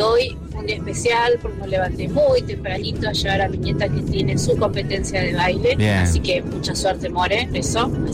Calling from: Berazategui, Buenos Aires, Argentina; soy de Berqui.

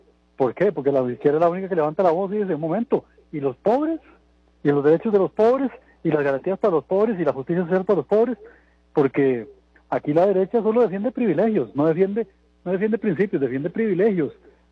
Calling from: Costa Rica; de San Rafael de Jodiagua.

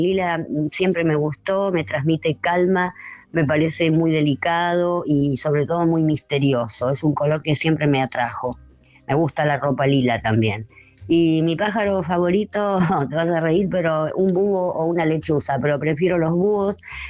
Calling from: Buenos Aires, Argentina; de Barrio Norte.

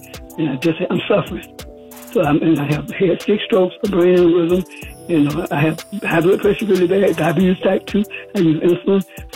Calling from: Atlanta, Georgia, United States; I live in Atlanta, in Greenbrier Commons apartment. And I've been living here for 12 and a half years.

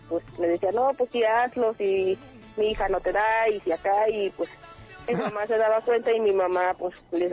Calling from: Cuautitlán, State of Mexico, Mexico; Yo vivo en Cuautitlán.

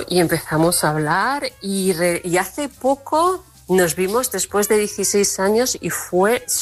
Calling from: Toledo, Castilla-La Mancha, Spain; de Toledo

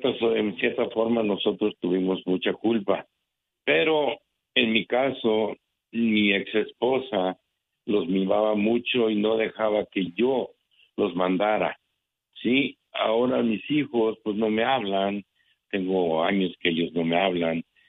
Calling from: Las Vegas, Nevada, United States; No, no soy de Bakersfield, soy de aquí de Las Vegas, Nevada.

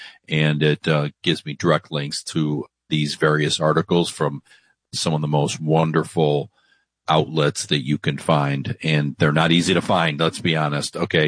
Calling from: Cleveland, Ohio, United States; You know, I'm coming here from Cleveland, Ohio, and we have a governor's race going on.

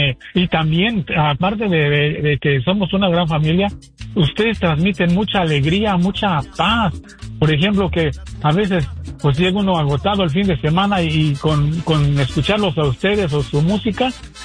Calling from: Mexico; yo soy mexicano.

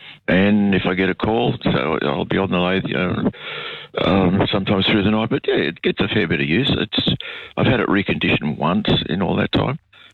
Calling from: Sydney, New South Wales, Australia; I'm calling from Toongabbie in Sydney.

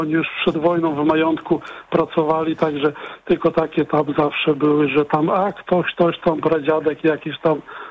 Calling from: Podlaskie Voivodeship, Poland; U nas na Podlasiu jest dużo drobnej szlachty, tak zwanej zagrodowej.

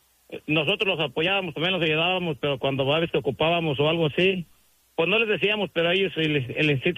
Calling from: Kansas City, Kansas, United States; De Kansas City, Kansas.

